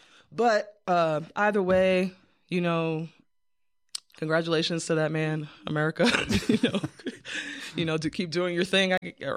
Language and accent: English; New York, United States; I don't think I'll ever be a Towsonia because I'm a New Yorker. That's where I'm from.